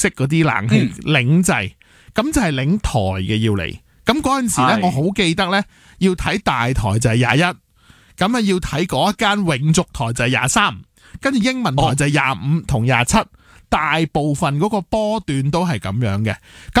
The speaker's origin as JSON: {"language": "Cantonese", "country": "Hong Kong", "said": "我哋香港人"}